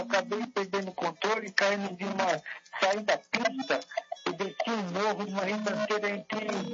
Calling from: Franco da Rocha, São Paulo, Brazil; Eu falo de Franco da Rocha

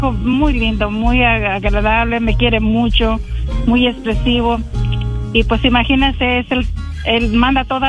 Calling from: Perris, California, United States; Pues yo vivo en Perris.

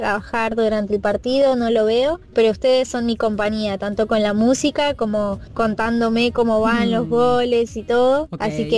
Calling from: Monte Grande, Buenos Aires Province, Argentina; de Montegrande.

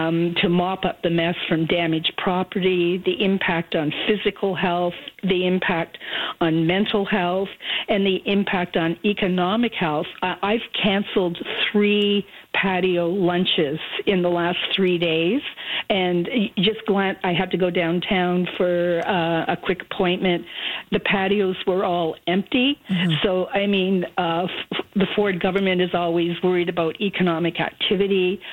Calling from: Toronto, Ontario, Canada; my perspective as someone living in central Toronto

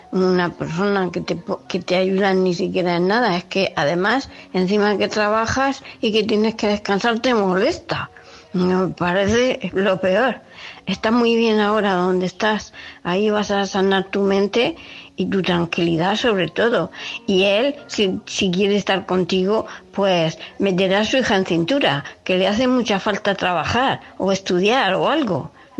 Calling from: Murcia, Region of Murcia, Spain; de Murcia.

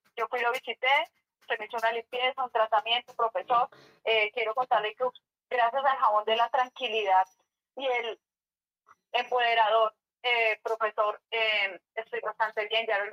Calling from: Zipaquirá, Cundinamarca, Colombia; De Zipaquirá.

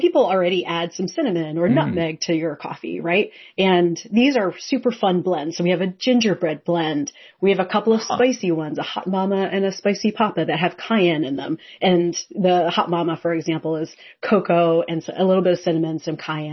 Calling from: Washington, United States; I'm calling in from Washington State

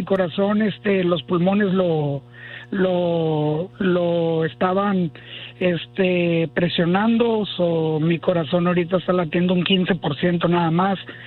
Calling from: Texas, United States; aquí en Texas, aquí en Dallas, en Fort Worth

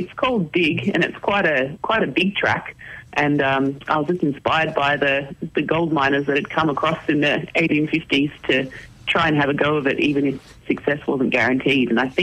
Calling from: Victoria, Australia; We're in southwest Victoria, south of Ballarat.

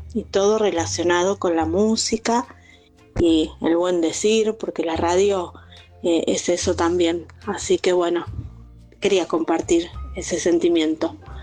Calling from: Buenos Aires, Argentina; de Lugano.

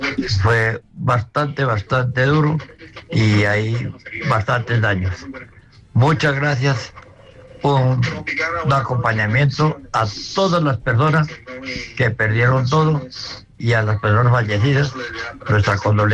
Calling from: Santa Rosa de Cabal, Risaralda, Colombia; mi esposa Gloria Amparo Escobar. Y acá de Santa Rosa de Cabal.

